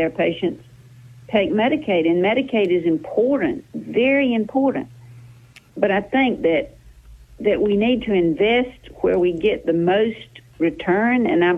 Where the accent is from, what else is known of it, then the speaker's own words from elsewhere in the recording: Sandersville, Georgia, United States; I'm from Sandersville, Washington County